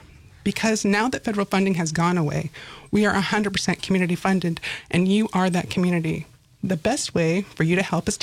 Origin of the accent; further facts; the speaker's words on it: Anchorage, Alaska, United States; I'm from Anchorage